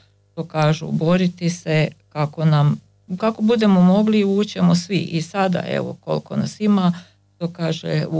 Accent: Karlovac County, Croatia; pošto dolazimo sa Korduna

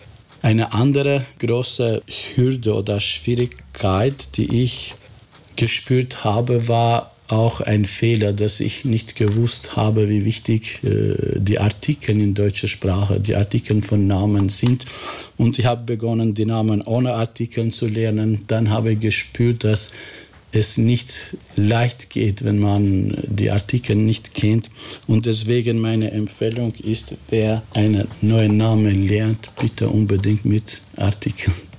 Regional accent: Kosovo; first language Albanian; German is a second language; moved away as an adult; also born or lived in Yugoslavia; now in Austria; Ich bin Albaner, ich komme aus Kosovo. Das heißt, Unjam Shqiptar dhe vi nga Kosova.

